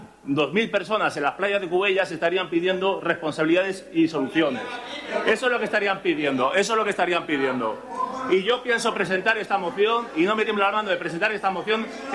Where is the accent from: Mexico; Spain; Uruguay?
Spain; creo que mi deber como cubellén y como español es presentar esta moción en apoyo de mis compatriotas en Ceuta y Melilla.